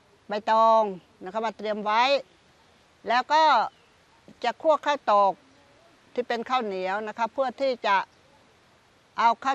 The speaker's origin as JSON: {"language": "Thai", "town": "Ta Phraya", "region": "Sa Kaeo", "country": "Thailand", "tie": "born or raised there", "said": "ซึ่งดิฉันก็เกิดที่นี่ตอนนี้อายุ62ปีก็ถือว่าอยู่62ปีแล้วล่ะ"}